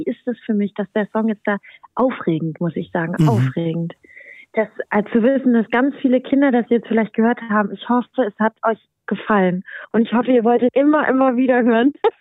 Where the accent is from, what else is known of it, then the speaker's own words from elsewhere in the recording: Brandenburg, Germany; Jetzt ist ja auch noch Ferienzeit hier bei uns in Brandenburg, wo ich herkomme.